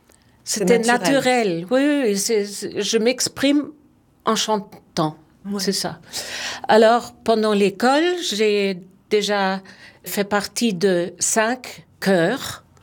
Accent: Würzburg, Bavaria, Germany; French is a second language; moved away as an adult; also born or lived in Mannheim / Dortmund / Hanover / Stuttgart; now in Munich, Germany; dans ma ville natale, Würzburg.

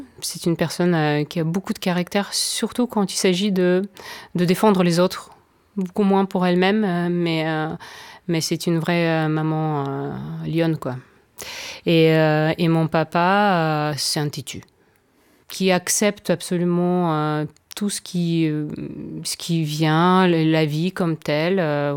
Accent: Ukraine; moved away; Donc je suis partie de l'Union soviétique et je suis revenue en Ukraine.

